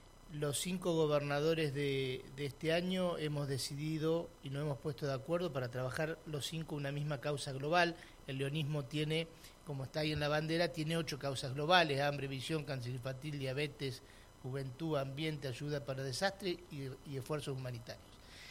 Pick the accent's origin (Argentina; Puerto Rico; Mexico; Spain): Argentina; Puan, Buenos Aires Province; Nosotros en mi pueblo, en Puan, tenemos, por ejemplo, un hogar geriátrico